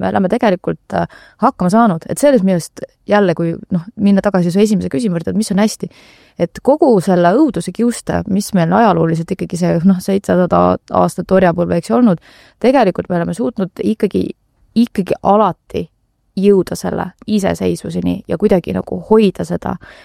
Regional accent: Tallinn, Harju County, Estonia; born or raised there

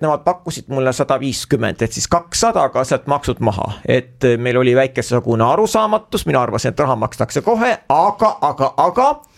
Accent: Viljandi, Viljandi County, Estonia; te olete Tartu vaim ju, et ma olen Viljandist.

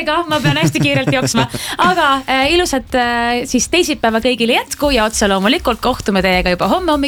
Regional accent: Tallinn, Harju County, Estonia; kui ma olen Mustamäel, mina kasvasin üles Mustamäel

